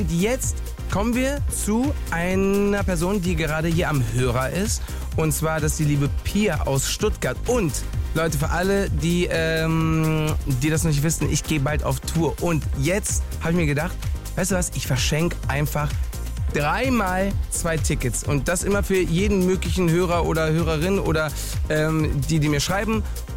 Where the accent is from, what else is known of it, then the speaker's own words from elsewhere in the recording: Mallorca, Balearic Islands, Spain; moved away; ich bin ja auf Mallorca aufgewachsen